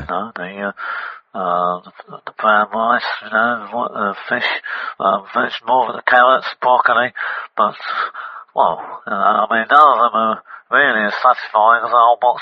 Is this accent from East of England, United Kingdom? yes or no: yes; Harlow, East of England, United Kingdom; Oh, hi, Graham. I'm actually from Harlow.